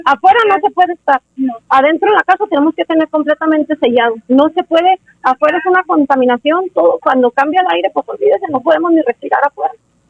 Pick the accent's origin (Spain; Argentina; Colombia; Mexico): Mexico; Ciudad Juárez, Chihuahua; nosotros que vivimos, nacimos y nos criamos aquí